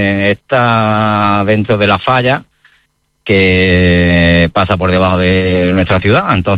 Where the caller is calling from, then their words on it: Granada, Andalusia, Spain; somos de Granada. Entonces, pues tenemos familiares, tenemos nuestros padres y otros familiares que están en la misma ciudad.